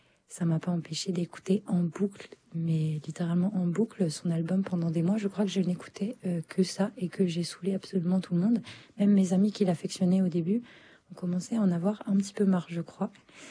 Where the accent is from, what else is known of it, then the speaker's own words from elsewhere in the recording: France; accent: very French; mon accent très français